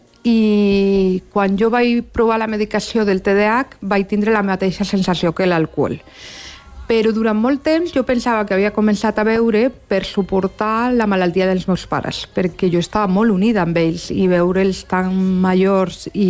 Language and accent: Catalan; Barcelona, Catalonia, Spain; born there; first language Spanish; Catalan is a second language; primer que no parlava català, perquè sí que és veritat que vaig néixer a Barcelona i molts estius es vaig passar a Barcelona, però la meva llengua materna és el castellà, perquè allà ho parlava en castellà